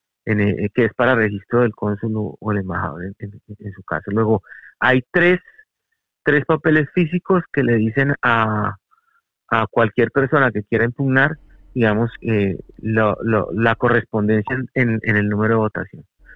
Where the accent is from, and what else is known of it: Colombia